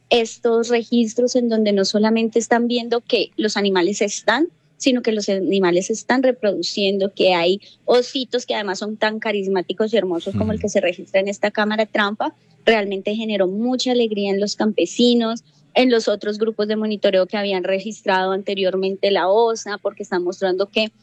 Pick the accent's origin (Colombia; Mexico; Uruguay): Colombia; Huila; nos debe hacer sentir muy orgullosos como huilenses y como colombianos de estar aportando